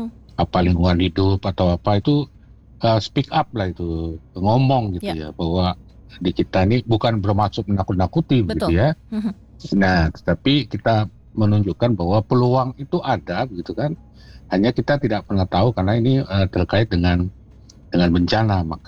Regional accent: Bogor, West Java, Indonesia; kita warga Bogor

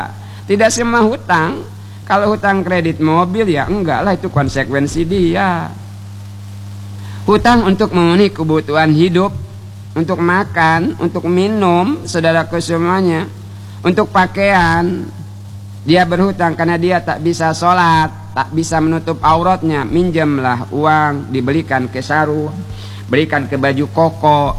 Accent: Bangka Belitung Islands, Indonesia; kuda kawa, kata kita orang Bangka kan, membayar.

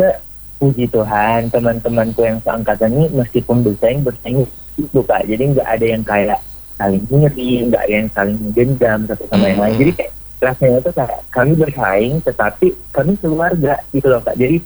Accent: North Sulawesi, Indonesia; mari sama-sama kita banggakan daerah asal kita, Kabupaten Kepulauan Sangihe lebih tepatnya

